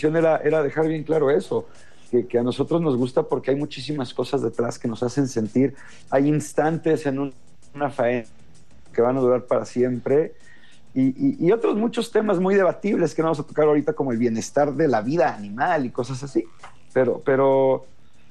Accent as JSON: {"language": "Spanish", "country": "Mexico", "said": "que no tengamos que esperar como mexicanos"}